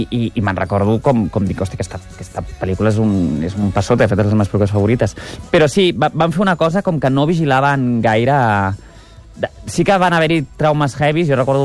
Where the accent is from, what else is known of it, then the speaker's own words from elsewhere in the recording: Barcelona, Catalonia, Spain; Em vaig criar a Sant Gervasi, a costat entre plaça Bonanova i plaça Kennedy.